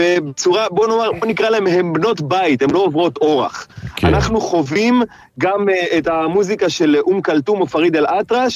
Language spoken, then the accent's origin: Hebrew; Jerusalem, Jerusalem District, Israel; אנחנו יושבים בתיאטרון ירושלים, ירושלמים גאים.